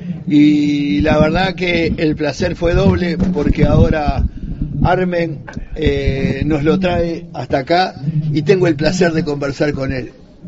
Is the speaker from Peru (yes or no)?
no; Uruguay; yo no soy de decir que soy uruguayo, yo soy oriental